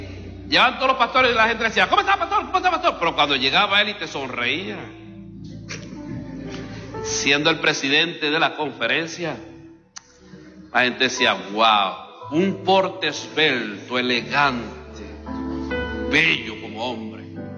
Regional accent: Cuba; moved away; also born or lived in Kansas

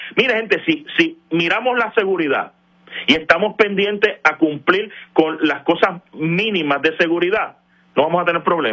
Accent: Fajardo, Puerto Rico; Soy del pueblo de Fajardo.

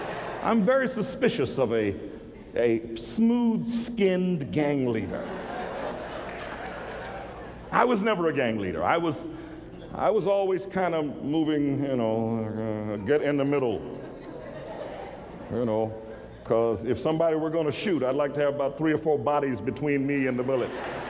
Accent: Mobile, Alabama, United States; moved away; I go back to my hometown. I was born in Mobile, Alabama.

